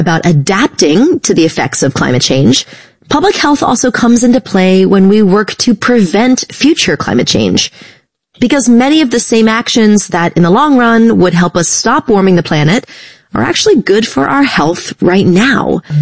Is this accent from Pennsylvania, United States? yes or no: yes; Philadelphia, Pennsylvania, United States; I grew up and live in the Philadelphia area, and we're seeing flooding, wildfire smoke, and heat trends like I have never seen before.